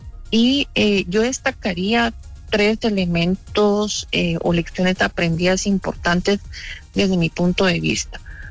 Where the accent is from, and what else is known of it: Guatemala